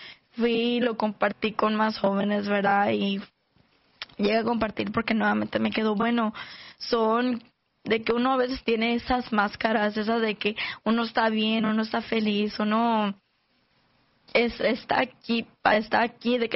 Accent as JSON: {"language": "Spanish", "country": "United States", "tie": "born or raised there", "said": "doy una presencia con personas que yo crecí aquí en Estados Unidos, en la iglesia, porque ella y yo crecimos como en la escuela, como ya más jóvenes y todo eso, en la junior high, high school y todo eso."}